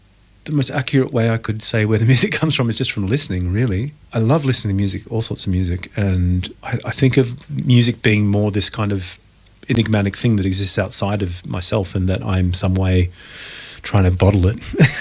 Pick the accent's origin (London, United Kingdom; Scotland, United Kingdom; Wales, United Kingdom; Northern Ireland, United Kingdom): London, United Kingdom; Greenwich; born or raised there